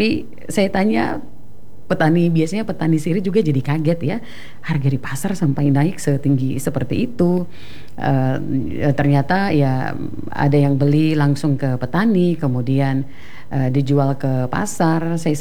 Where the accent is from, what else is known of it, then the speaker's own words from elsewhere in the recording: Papua, Indonesia; karena memang kita Papua secara khusus, apalagi bagian timur